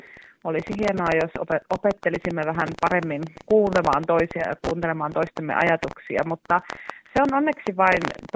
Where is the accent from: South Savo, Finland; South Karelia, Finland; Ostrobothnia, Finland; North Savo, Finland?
North Savo, Finland; Kuopio; Ja toki myös sillä on iso merkitys, että olen Kuopiosta.